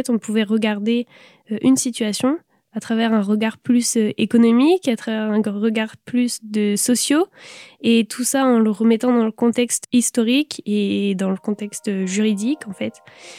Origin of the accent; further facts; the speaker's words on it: Saint-Brieuc, Brittany, France; Je viens de Saint-Brieuc, j'ai fait ma scolarité à Saint-Brieuc